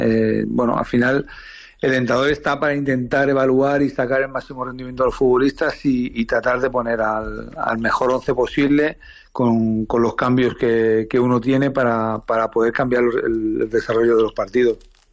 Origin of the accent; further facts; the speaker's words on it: Valencia, Valencian Community, Spain; No nos queda nada más que, bueno, los que somos de Valencia, los que sufrimos con él, pues apoyar al equipo